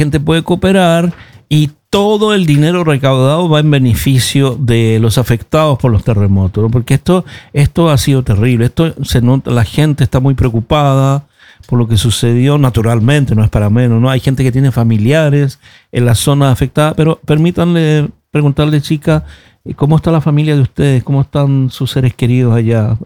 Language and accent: Spanish; Colombia; moved away